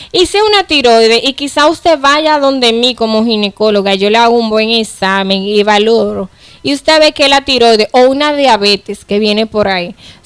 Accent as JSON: {"language": "Spanish", "country": "Dominican Republic"}